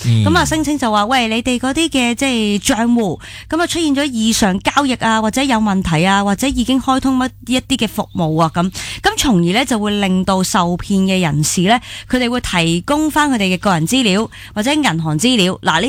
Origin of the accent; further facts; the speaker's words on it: Hong Kong; 香港人真的很醒的嘛。